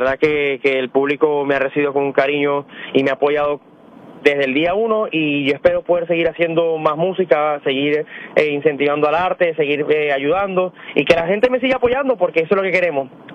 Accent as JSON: {"language": "Spanish", "town": "Maracaibo", "region": "Zulia", "country": "Venezuela", "moved": "yes", "said": "Yo soy del Estado Zulia, yo soy de Maracaibo, Estado Zulia, Ciudad Vieja, Estado Zulia."}